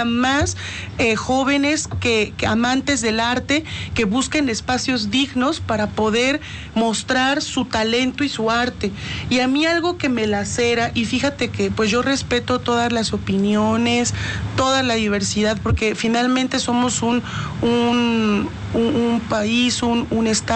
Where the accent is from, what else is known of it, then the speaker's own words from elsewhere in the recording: Mexico; nos caracteriza como mexicanos